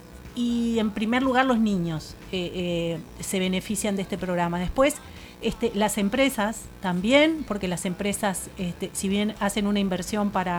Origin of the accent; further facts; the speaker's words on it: Tacuarembó, Uruguay; Yo soy de Tacuarembó